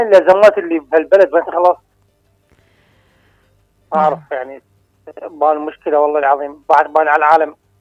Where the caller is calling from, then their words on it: Iraq; لأن احنا عراقيين بالأول